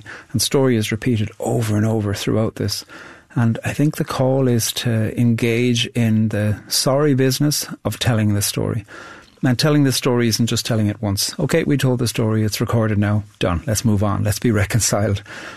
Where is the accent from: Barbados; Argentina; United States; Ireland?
Ireland; I'm from Ireland, and I'm a poet.